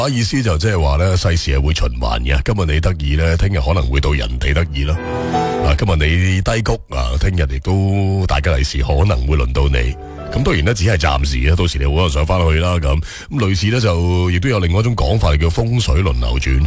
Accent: Guangdong, China

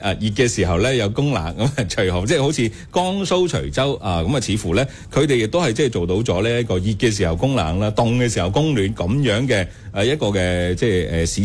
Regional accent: Guangdong, China; 特別係即係對於我哋廣東人嚟講啦，

